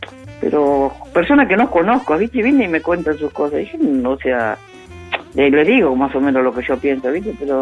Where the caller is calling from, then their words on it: Pilar, Buenos Aires Province, Argentina; acá de Pilar.